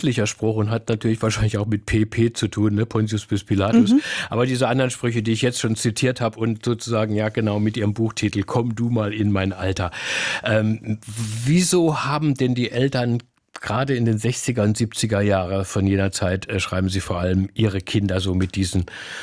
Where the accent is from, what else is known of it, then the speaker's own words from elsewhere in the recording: Baden-Württemberg, Germany; Ah ja, wissen Sie, ich komme aus dem Dorf in Baden-Württemberg